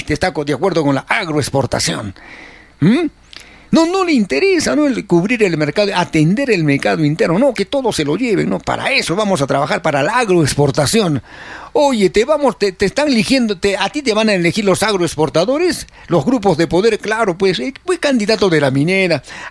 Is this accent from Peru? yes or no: yes; Peru; somos un país de tercer mundo, somos un país en vías de desarrollo. ¿Qué somos los peruanos en realidad?